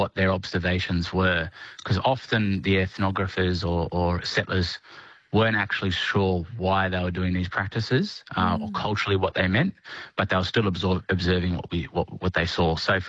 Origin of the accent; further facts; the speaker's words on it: New South Wales, Australia; I've been born and raised on the Central Coast, on Darkanon country, while still maintaining those ties to my ancestral country.